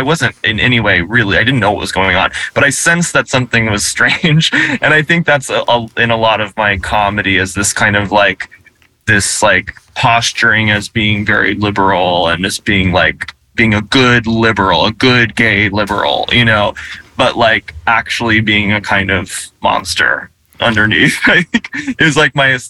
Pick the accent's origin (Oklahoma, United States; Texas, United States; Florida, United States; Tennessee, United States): Tennessee, United States; ever since I was a kid mm-hmm. growing up in Tennessee